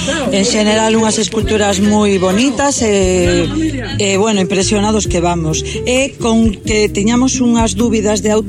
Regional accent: Galicia, Spain; Non, non, solo levamos un tempo vivindo, pero somos de Redondela e de Ponteareas.

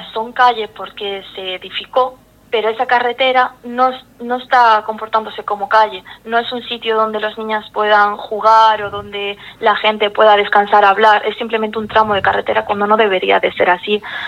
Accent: Vigo, Galicia, Spain; moved away as an adult; now in A Coruña, Spain

